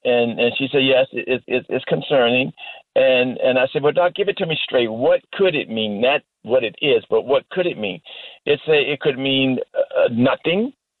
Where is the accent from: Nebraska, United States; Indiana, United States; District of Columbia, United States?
District of Columbia, United States; Washington; I'm a third-generation Washingtonian, born and bred in Shaw area of Northwest Washington